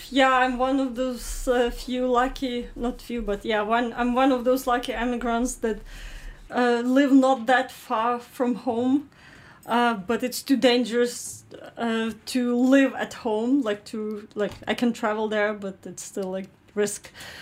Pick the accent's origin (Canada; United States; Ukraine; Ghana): Ukraine; So I connected even more with my home country